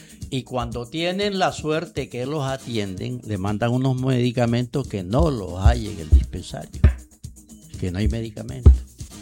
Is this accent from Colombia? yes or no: yes; Lorica, Córdoba, Colombia; now in Cartagena, Colombia; el alcalde de mi pueblo llegó y se paró y dijo que necesitaba que solucionaran el principal problema. La carretera que está vuelta un desastre en el tramo de la cabeza municipal de Lorica para comunicarse con Coveñas.